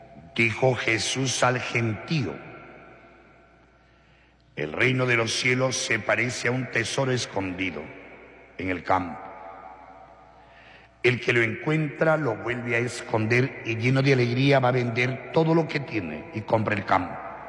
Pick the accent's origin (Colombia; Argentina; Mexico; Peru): Peru; en este día de nuestra peruanidad, ¿verdad?, lo que nos identifica como peruanos